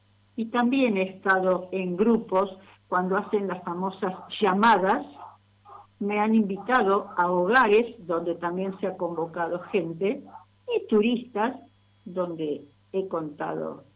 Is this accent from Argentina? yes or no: yes; Argentina; Yo soy descendiente por completo de inmigrantes, aunque yo soy argentina.